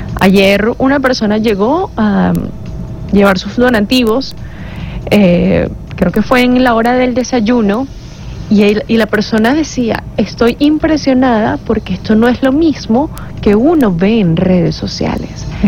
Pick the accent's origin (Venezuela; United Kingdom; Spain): Venezuela; Caracas, Capital District; como caraqueños, tenemos esos recuerdos bonitos de La Guaira.